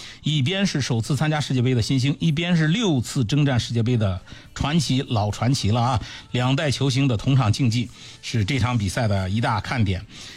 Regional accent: China; 用我们中国人的话说

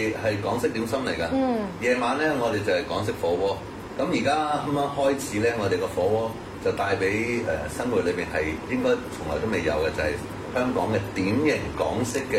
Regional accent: Jiangmen, Guangdong, China; 咁呢個其中咧就係我哋江門人、新會人或者三區四市唔同嘅地方嘅人，佢都希望食新鮮嘅食材。

